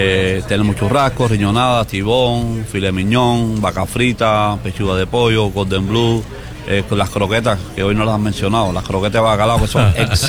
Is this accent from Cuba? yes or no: yes; Santo Domingo, Villa Clara, Cuba; moved away; Santo Domingo, municipio de Santo Domingo